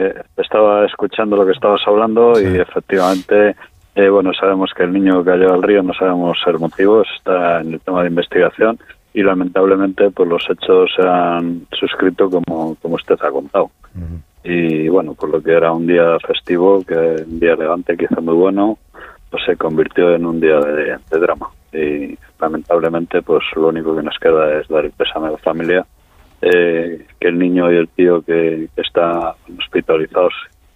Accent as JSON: {"language": "Spanish", "town": "Venta de Baños", "region": "Castile and León", "country": "Spain", "tie": "born or raised there"}